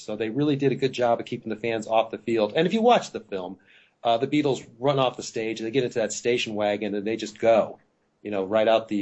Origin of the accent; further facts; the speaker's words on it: Cleveland, Ohio, United States; I mean, I was growing up in Cleveland at the time, and I knew about it.